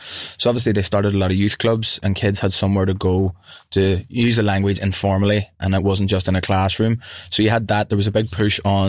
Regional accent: Ireland; first language Irish; They're using my native language, you know, and it's a lot more seen and a lot more visible now. So I think that's had a big effect on normalizing the stigma of speaking Irish

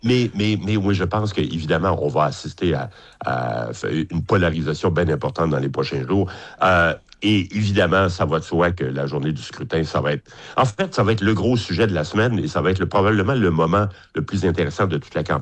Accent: Quebec, Canada; chez nous au Québec

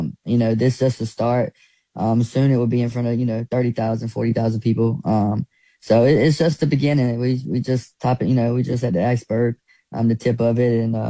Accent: Pembroke, North Carolina, United States; Yeah, I grew up in Pembroke, North Carolina. It's pretty rough. It's still rough. It's a place where everybody knows everybody, but we have one of the worst crime rates in North Carolina, and one of the worst cities in North Carolina.

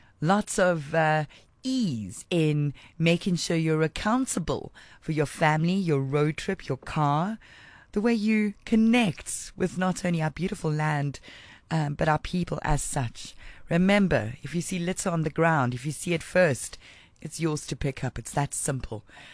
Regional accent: South Africa; That's what makes us so proudly beautiful South African.

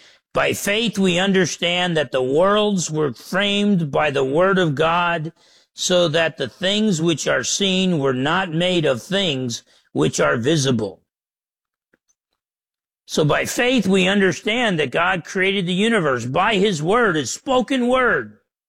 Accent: New Jersey, United States; found out I was Italian from New Jersey

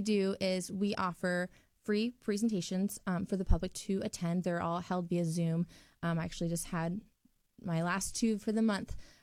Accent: West Des Moines, Iowa, United States; I was born and raised in West Des Moines.

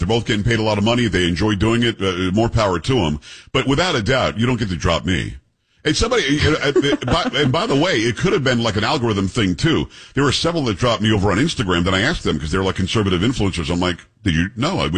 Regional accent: United States; That's simple to me as an American.

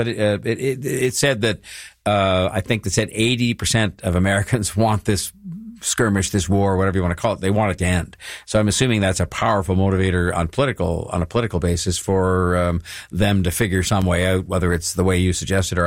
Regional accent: Canada; I, as a Canadian watching him

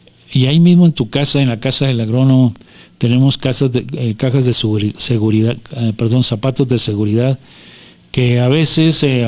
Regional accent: Mexico; No dejemos de declinar que somos mexicanos.

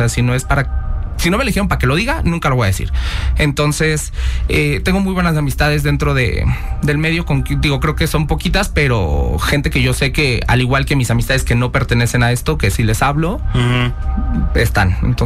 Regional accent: San Cristóbal de las Casas, Chiapas, Mexico; Yo viví en mi pueblo, Adeli, allá en San Cristóbal de las Casas. Entonces yo así, comiéndome mi tamal de chipilín e informándole a la nación.

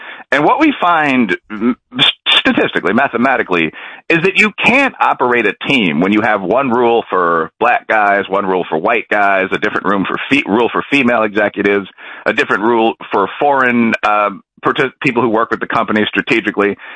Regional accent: Chicago, Illinois, United States; I'm from Chicago, a very Irish moniker.

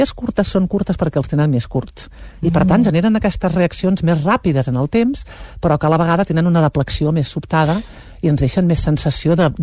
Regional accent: Prats de Lluçanès, Catalonia, Spain; Clar, tio, és que jo soc de Prats de Lluçanès.

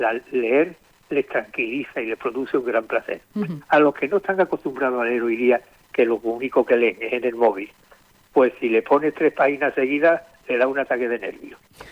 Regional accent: Andalusia, Spain; Yo soy andaluz y no tengo que estar reafirmándome.

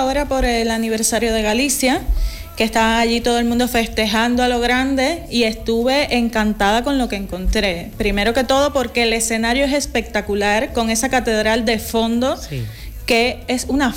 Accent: Cuba; Bueno, yo no sé si tengo el ritmo en la sangre, a lo mejor ahí dejo a los cubanos un poco por debajo del nivel

